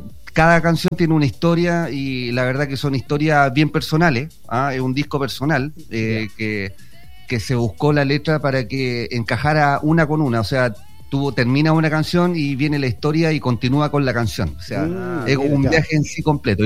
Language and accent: Spanish; Valparaíso, Chile; now in southern Chile; saludo a toda la gente de Valparaíso, que yo soy de allá, de Playa Ancha, así que criado allá de Playa Anchino, así que un abrazo gigante acá del sur.